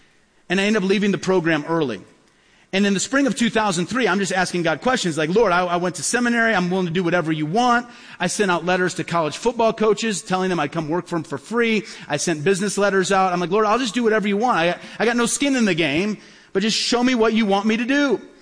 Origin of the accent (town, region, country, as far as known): Peoria, Illinois, United States; born or raised there